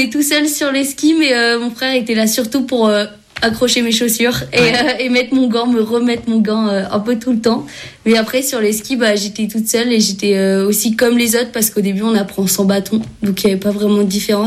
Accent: Ceillac, Provence-Alpes-Côte d'Azur, France; moved away; je viens de Seillac, dans les Hautes-Alpes. C'est là où j'ai appris à skier, où j'ai grandi et où je reviens dès que j'ai un peu de temps aujourd'hui.

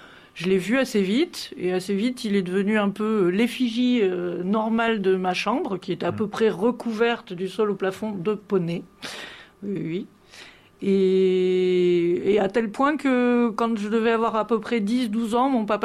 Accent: Occitanie, France; Alors, moi, je suis originaire du Lot, donc un petit coin à côté de Gramat. J'avais mes grands-parents vers le Bastille, donc sur le Causse. Et j'ai vécu là-bas avec mes parents pendant pas mal de temps.

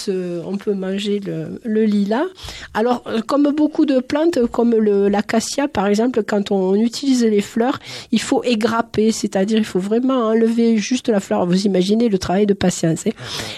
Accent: Nîmes, Occitanie, France; je suis originaire de Nîmes, voilà, dans le Gard.

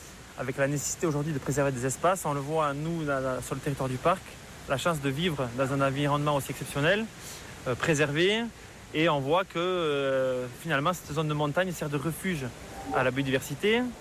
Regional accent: Nouvelle-Aquitaine, France; Moi, en tant que Pyrénéen, moi, je suis originaire du Pays Basque.

